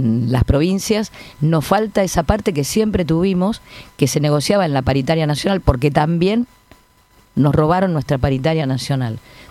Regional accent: Castelar, Buenos Aires Province, Argentina; born there; now in La Matanza, Argentina; Soy de La Matanza, vivo en el partido de La Matanza, nací acá en Castelar

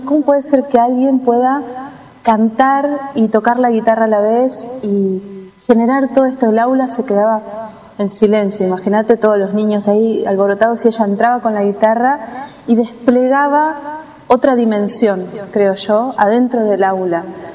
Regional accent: Laferrere, Buenos Aires Province, Argentina; yo crecí en La Ferrer, ahí en el límite entre González Catán, en la frontera de González Catán y La Ferrer. Y no llegaban los maestros de música a esa zona, ¿no? Era campo en aquel momento.

